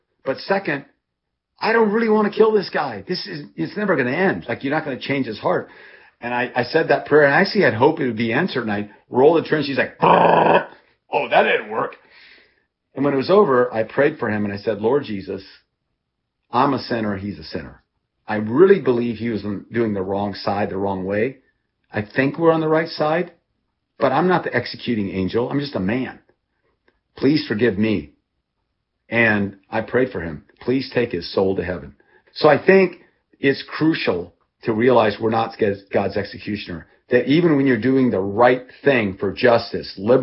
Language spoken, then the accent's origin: English; Thailand; also born or lived in Texas, United States; went to Thailand in 1961. I was 9 months old. I was born in Texas, and I grew up in Thailand